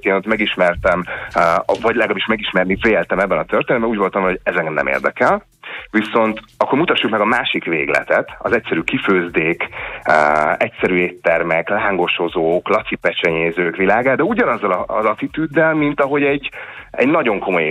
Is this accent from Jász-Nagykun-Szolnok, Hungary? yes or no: no; Debrecen, Hajdú-Bihar, Hungary; mert Debrecenben nőttem föl, valahogy nagyon messze volt minden víz